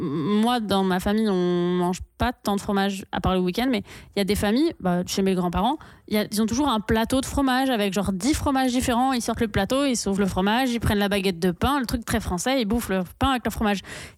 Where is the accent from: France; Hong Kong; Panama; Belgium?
France; moved away; Moi, j'ai grandi en France